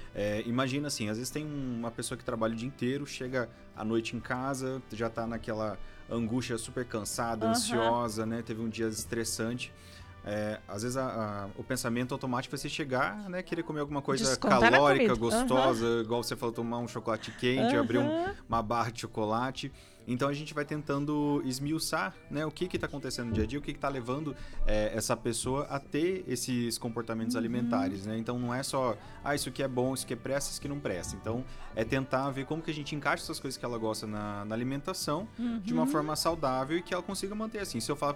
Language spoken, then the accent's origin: Portuguese; Ponta Grossa, Paraná, Brazil; eu sou aqui de Ponta Grossa.